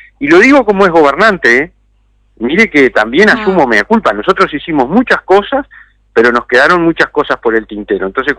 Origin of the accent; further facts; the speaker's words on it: Tacuarembó, Uruguay; a mí en Tacuarembó de chiquito